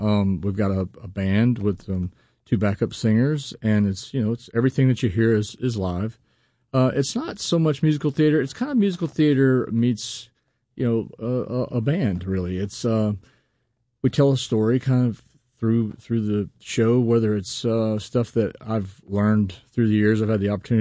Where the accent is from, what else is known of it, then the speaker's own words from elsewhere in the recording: Ponchatoula, Louisiana, United States; also born or lived in Chicago; I'm from a little town about 40 miles north of New Orleans called Ponchatoula